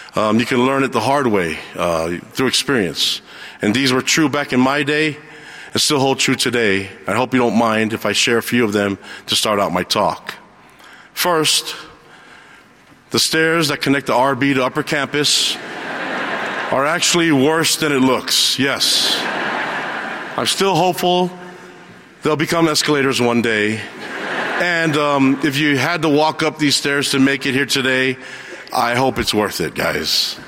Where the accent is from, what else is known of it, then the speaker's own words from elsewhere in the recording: Laie, Hawaii, United States; born there; also born or lived in Nuku'alofa, Tonga; I was born in Nuku'alofa, Tonga. Months after my birth, our family moved to Laie, Hawaii